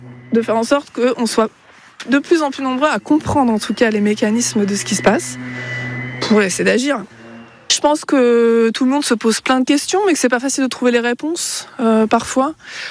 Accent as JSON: {"language": "French", "region": "Normandy", "country": "France", "tie": "born or raised there", "also_born_or_lived": "Lille / Paris", "moved": "as an adult", "said": "Alors moi je suis originaire de l'Orne. J'ai grandi en Normandie et puis je suis partie pour mes études à Lille. Et puis après, j'ai bossé en région parisienne"}